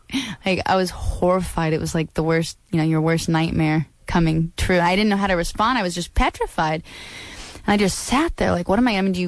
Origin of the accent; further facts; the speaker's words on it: Alaska, United States; moved away as an adult; I grew up hitchhiking in Alaska.